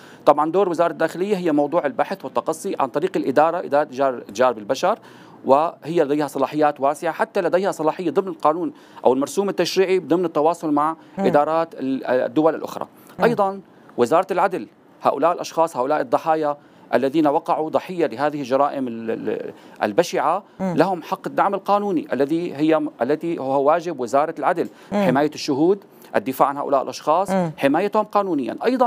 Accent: Syria; احنا في عندنا بسوريا

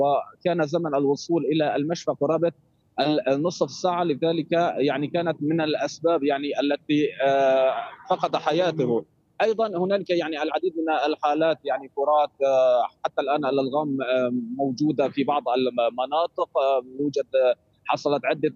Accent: Aleppo Governorate, Syria; عندما يعني أصيب أحد الأشخاص في قريتي لكوني من أهالي ريف حلب الشمالي

